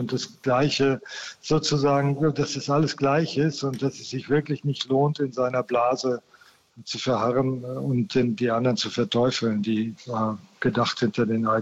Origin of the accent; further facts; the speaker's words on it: North Rhine-Westphalia, Germany; Also wir kommen ja aus Westfalen